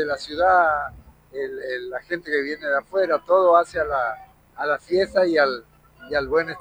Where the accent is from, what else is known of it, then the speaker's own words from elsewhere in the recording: Santiago del Estero, Argentina; now in Buenos Aires, Argentina; venimos de Buenos Aires la semana pasada, ya hemos estado aquí. Así que viviendo como santiagueño este cumpleaños